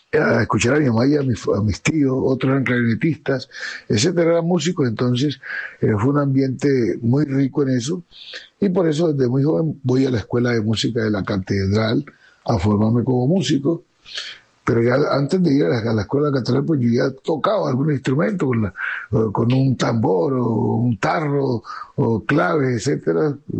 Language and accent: Spanish; Quibdó, Chocó, Colombia; born there; nace en la ciudad de Quibdó en 1964